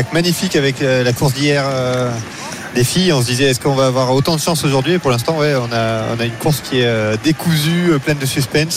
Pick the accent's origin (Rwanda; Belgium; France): France; Pyrenees; je suis originaire des Pyrénées